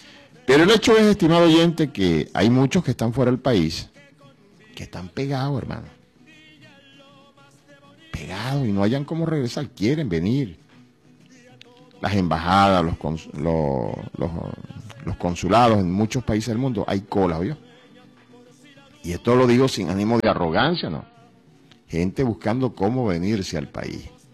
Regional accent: Venezuela; los venezolanos, somos venezolanos.

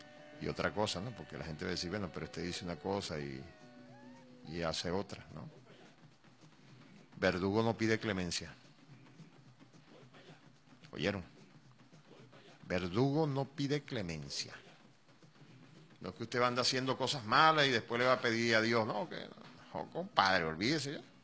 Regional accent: Venezuela; todos somos venezolanos.

